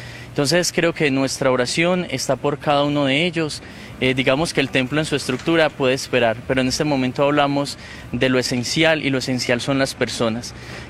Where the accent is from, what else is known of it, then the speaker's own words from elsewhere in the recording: Antioquia, Colombia; No, yo soy de Antioquia.